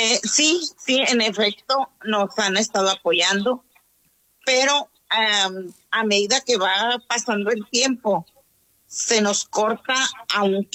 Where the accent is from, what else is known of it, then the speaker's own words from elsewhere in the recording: Sonora, Mexico; Está en Hermosillo y somos sonorenses. Aunque la realidad es que somos federales, pero estamos situados en Sonora.